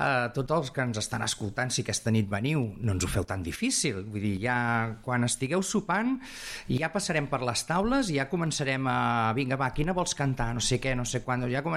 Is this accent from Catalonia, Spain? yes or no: yes; Sabadell, Catalonia, Spain; now in Castellar del Vallès, Spain; jo no sóc de Caldes, jo sóc fill de Sabadell i visc a Castellà.